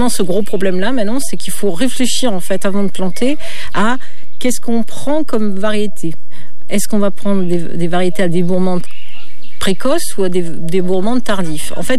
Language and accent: French; Occitanie, France; chez nous en Cévennes